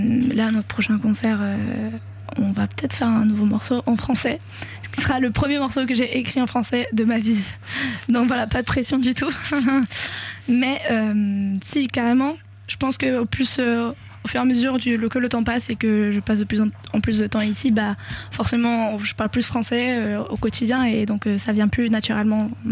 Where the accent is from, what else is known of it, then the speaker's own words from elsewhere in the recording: Spain; French is a second language; moved away as an adult; now in France; franco-espagnol parce que donc il y a des Français et une Espagnole dans le groupe. Mais c'est vrai que moi ça fait 8 ans que j'habite en France. Et que je parle français. Et c'est pas facile de chanter en français et d'écrire en français quand c'est pas ta langue maternelle.